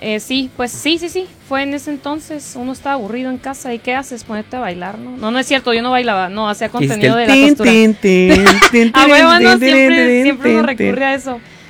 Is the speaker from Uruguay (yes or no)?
no; Mexico; Y soy mexicana, y viva México